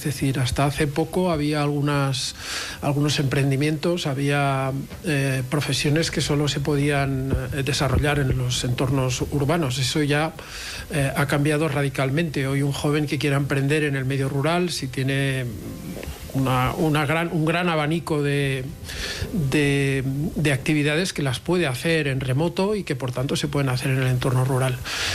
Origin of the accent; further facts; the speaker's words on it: Pyrenees, Spain; Pues Jaca siempre ha sido, yo que soy del Pirineo también, ¿verdad?